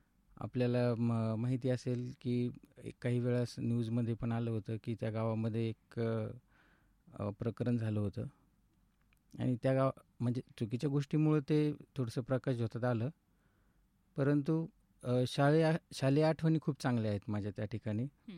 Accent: Shivli, Maharashtra, India; moved away as an adult; now in Ahilyanagar, India; मी मूळचा शिवली गाव, तालुका जिल्हा जालना, आणि माझं बालपण शिवली गावातच गेलं। 10वीपर्यंत शिक्षण माझं जिल्हा परिषद शिवली या ठिकाणी झालेलं आहे, आणि पुढे मी जालना या ठिकाणी माझं ग्रॅज्युएशन केलं आहे

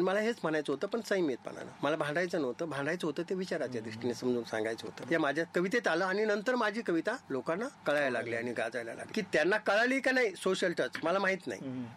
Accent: Ahmednagar district, Maharashtra, India; now in Chalisgaon, India; म्हणलं मी चाळीसगाव असतो. चाळीसगावच आहे का तू, म्हणलं नाही मी नगर जिल्ह्यातला आहे, पण मावशी म्हणलं माझी चाळीसगावला.

